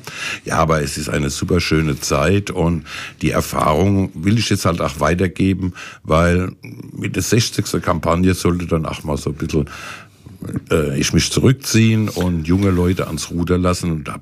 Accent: Ludwigshafen, Rhineland-Palatinate, Germany; ich komme ja aus der Pfalz, aus Ludwigshafen, wie man auch gerne hört, ja.

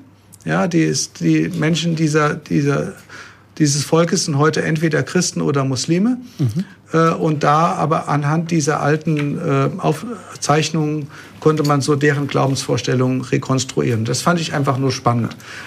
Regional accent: Bad Homburg, Hesse, Germany; moved away as an adult; also born or lived in Rhineland-Palatinate / Heidelberg / Göttingen / Mainz; now in Raunheim, Germany; Ich komme aus Rheinland-Pfalz. Nein, ich bin in Rheinland-Pfalz geboren und bin aber aufgewachsen in Bad Homburg. Bin als kleines Kind dahin gekommen. Fühle mich auch als Bad Homburger, so von meiner Heimat her. Und habe studiert in Heidelberg und in Göttingen.

